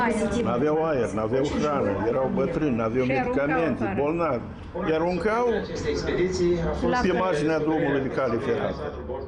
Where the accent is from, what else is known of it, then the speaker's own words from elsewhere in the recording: Moldova; noi, ca basarabeni, să trăim și în spațiul nostru etnic de formare, în cadrul României întregite